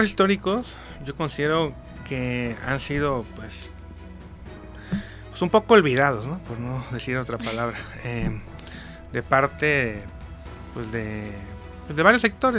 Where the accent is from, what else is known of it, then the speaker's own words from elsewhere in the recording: Acapulco, Guerrero, Mexico; nuestra ciudad